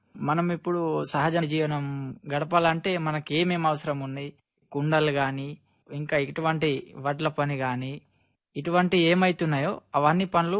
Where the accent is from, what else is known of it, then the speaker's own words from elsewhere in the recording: Dubarpet, Telangana, India; మా ఊరు దుబార్పేట మేడం, ఇచ్చోడ మండలం ఆదిలాబాద్ జిల్లా. నేను 10వ తరగతి మా ఇచ్చోడ మండలం గురుకులంలో చదువుకున్నాను మేడం. ఇంటర్మీడియట్ ఇక్కడ ఆదిలాబాద్ ఆర్జేసీలో చదువుకున్నాను.